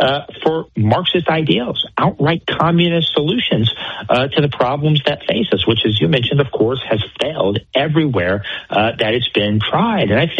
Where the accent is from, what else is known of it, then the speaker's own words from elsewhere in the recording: Florida, United States; Now, the good news is, in my home state of Florida, Texas, Ohio, many other states as well